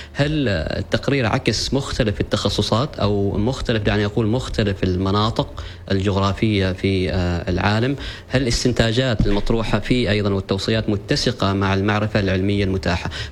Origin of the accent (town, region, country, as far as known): Oman